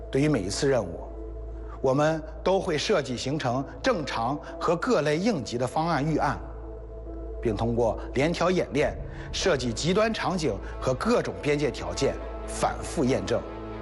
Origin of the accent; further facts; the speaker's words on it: China; 是我们每一个中国人都为之骄傲自豪的事情。